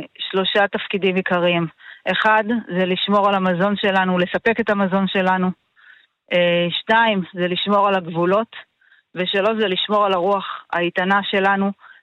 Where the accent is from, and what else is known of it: Southern Israel, Israel